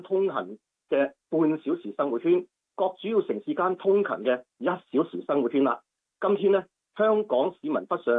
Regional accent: Guangzhou, Guangdong, China; 咁我系广州人嘅。

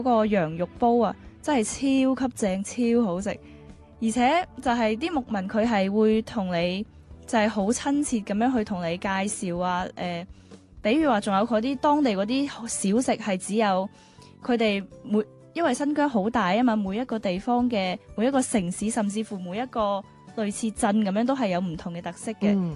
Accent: Guangdong, China

